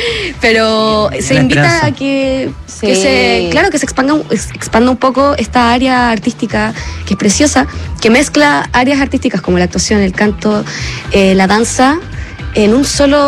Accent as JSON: {"language": "Spanish", "country": "Chile"}